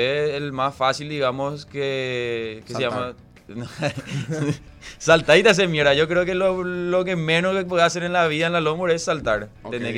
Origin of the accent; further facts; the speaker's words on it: Paraguarí, Paraguay; yo soy de Paraguarí.